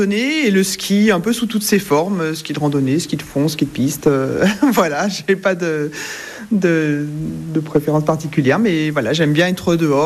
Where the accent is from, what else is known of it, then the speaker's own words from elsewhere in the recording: Lyon, Auvergne-Rhône-Alpes, France; now in Chapareillan, France; Moi je venais de Lyon au départ, et donc les Alpes, et voilà, ça me plaisait beaucoup d'un point de vue loisir